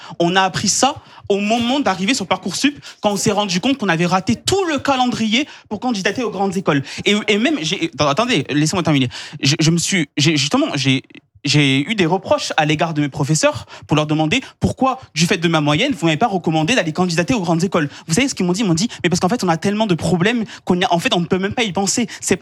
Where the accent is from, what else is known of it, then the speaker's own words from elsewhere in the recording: Narbonne, Occitanie, France; now in Paris, France; Moi, je viens en fait de base, pas de Paris. Je viens pas de Paris. Moi, je viens d'une ville qui s'appelle Narbonne, donc de vraiment tout en bas de la France pour le coup. Et je suis très loin de Paris.